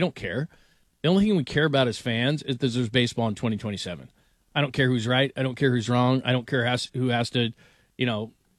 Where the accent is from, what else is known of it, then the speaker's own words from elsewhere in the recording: United States; also born or lived in Logan, Utah; I'm an American.